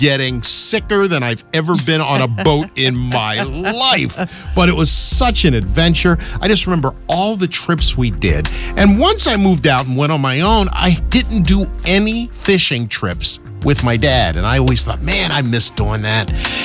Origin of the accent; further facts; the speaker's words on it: Philadelphia, Pennsylvania, United States; we grew up in Philly